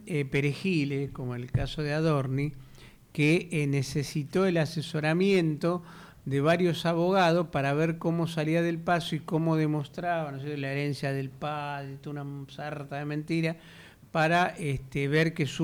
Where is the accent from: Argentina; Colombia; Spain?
Argentina; soy argentino